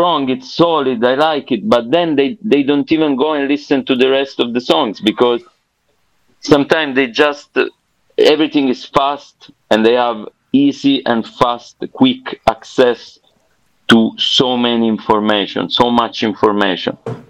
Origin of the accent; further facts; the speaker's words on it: Southern Italy, Italy; We are both from the Deep South. And it's not like being in Milan.